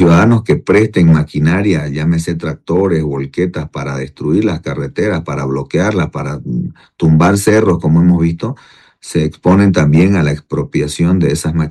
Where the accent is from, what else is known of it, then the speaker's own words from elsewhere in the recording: Bolivia; la lógica de la ley es que nuestro razonamiento, nuestra cultura como bolivianos cambie